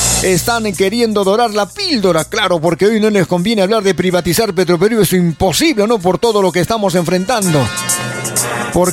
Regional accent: Peru; Somos pues peruanos

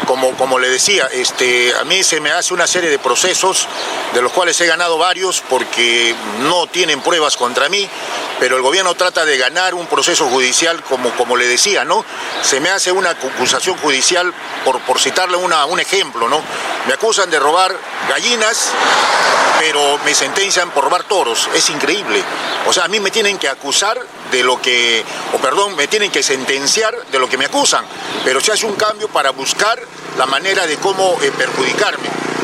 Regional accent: Tambo Valley, Deán Valdivia district, Arequipa, Peru; Yo he nacido aquí en el Valle de Tambo, en el distrito de Deán Valdivia.

